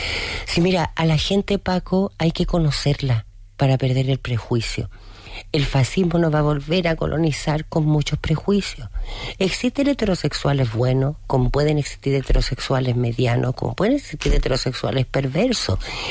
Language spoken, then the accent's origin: Spanish; Chile; porque en mi país la clase media es una caricatura, habemos chilenos ricos, hay chilenos ricos y habemos chilenos pobres.